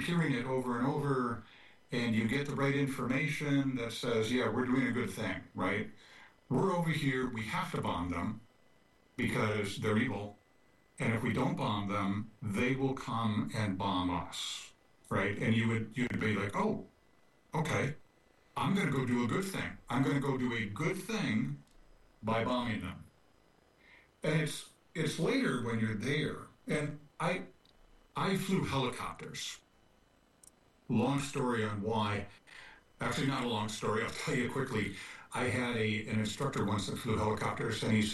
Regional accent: Fridley, Minnesota, United States; I actually grew up in Fridley, Minnesota, a little suburb of Minneapolis.

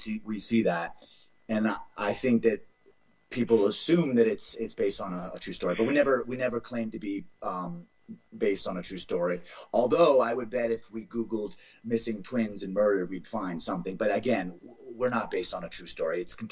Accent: Canada; now in United States; I'm Canadian. I love Canada, born and raised. America gave me the amazing opportunity of flourishing in this great film business, and so I have a love for both countries

